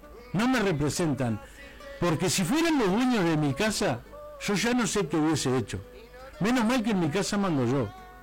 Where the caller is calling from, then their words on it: Uruguay